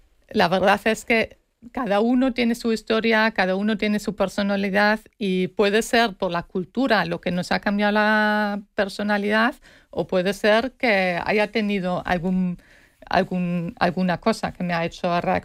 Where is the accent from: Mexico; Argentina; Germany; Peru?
Germany; Spanish is a second language; moved away; also born or lived in Spain; Es mi reflejo alemán de escuchar las cosas tal como son.